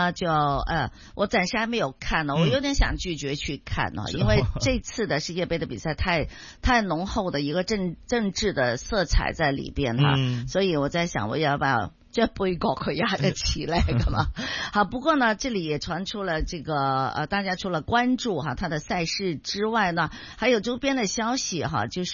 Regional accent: China; 我们中国人在海外的时候

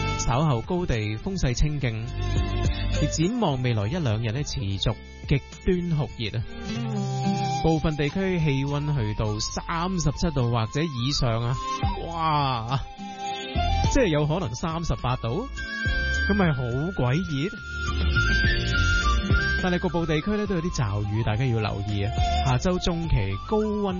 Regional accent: Hong Kong; 咁多谢你咧带俾我哋香港人咁多咁有趣

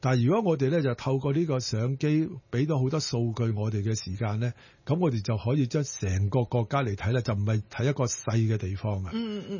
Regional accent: Hong Kong; 其实都有我哋香港人嘅参与嘅

